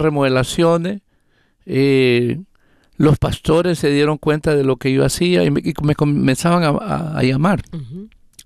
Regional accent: El Salvador; moved away; also born or lived in Los Angeles, California; Yo soy de El Salvador. Oh. Yo viajé de El Salvador a Los Ángeles. Estuve por 8 años.

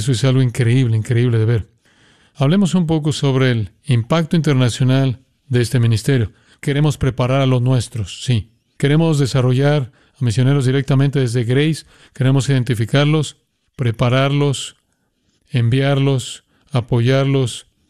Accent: Van Nuys, California, United States; Y yo nací en Van Nuys en 1978. Así que he estado aquí desde entonces y tan agradecido por lo que esta iglesia ha sido en mi vida.

